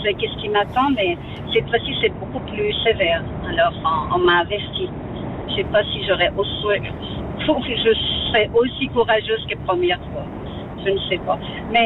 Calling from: Saint-Maurice, Valais, Switzerland; J'y vais jusqu'à ma petite chez moi, à Saint-Maurice. Là où je suis. Pas loin, je suis à Aigle, j'étais à Lausanne.

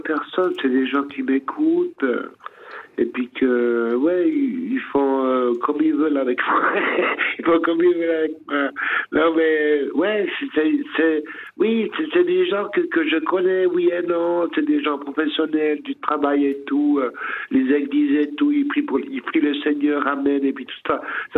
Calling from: Sonceboz, Bern, Switzerland; j'habite dans le Jura bernois

